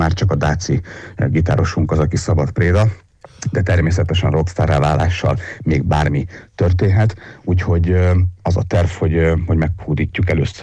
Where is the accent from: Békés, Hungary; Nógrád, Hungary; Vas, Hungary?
Nógrád, Hungary; Érsekvadkert; mi egy faluból származunk, szóval minden komoly ember Érsekvadkerten, Nógrád megyében születik és nő fel.